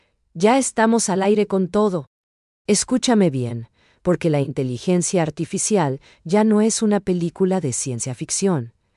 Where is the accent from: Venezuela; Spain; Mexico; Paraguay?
Paraguay